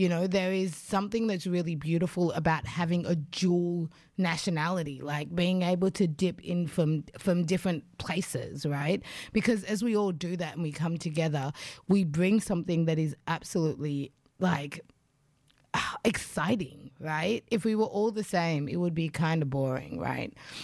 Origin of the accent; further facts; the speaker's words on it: Canberra, Australian Capital Territory, Australia; I do not speak Luganda. Like, I grew up in Canberra, you know, Canberra. So I don't speak Luganda. And my parents speak Luganda.